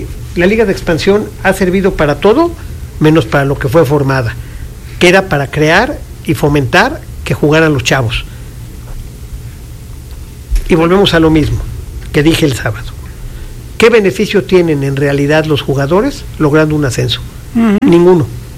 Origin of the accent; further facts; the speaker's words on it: Puebla, Mexico; nosotros como poblanos